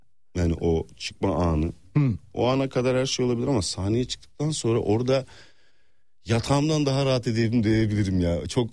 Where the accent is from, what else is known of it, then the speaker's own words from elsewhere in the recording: Konya, Turkey; Ne vardır bizim Konya türküleri?